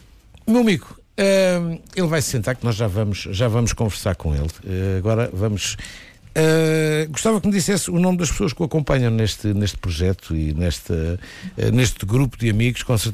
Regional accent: Seda, Alentejo, Portugal; eu sou de Seda, mas no concelho de Alter do Chão, eu costumo dizer na terra mais fina de Portugal

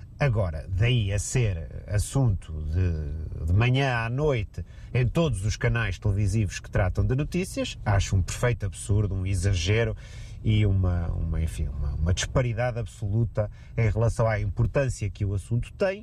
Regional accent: Portugal; qualquer um de nós que tenha posto um pé fora de Portugal sabe que, se chegamos lá fora e dizemos que somos portugueses

